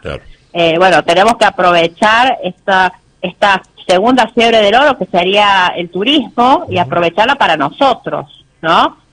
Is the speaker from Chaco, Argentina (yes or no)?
no; La Carolina, San Luis, Argentina; Yo soy de acá de Carolina, yo vivo en Carolina, trabajo en Carolina, mis hijos viven acá